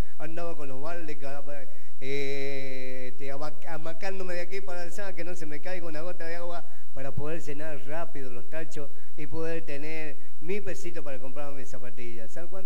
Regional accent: Argentina; Simplemente porque soy argentino y porque siempre defendí a mi país.

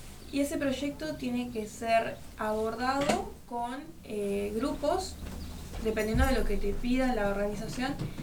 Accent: Reconquista, Santa Fe, Argentina; moved away as an adult; now in Buenos Aires, Argentina; yo tengo 19 años, soy de Reconquista y estuve participando en este certamen que se realizó en Tucumán. Actualmente igual vivo en Buenos Aires, pero sí estoy acá representando a Santa Fe, digamos. No represento a Buenos Aires, sino a Santa Fe. Entonces voy y vengo a Reconquista para mi preparación.

